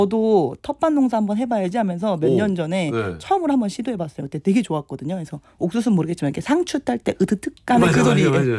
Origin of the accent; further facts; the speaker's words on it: Seoul, South Korea; born there; 근데 잘 안 믿어요. 사대문 안에서 태어났기 때문에.